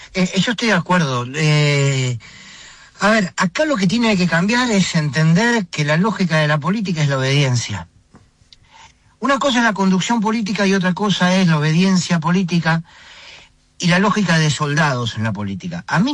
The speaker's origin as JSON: {"language": "Spanish", "country": "Argentina"}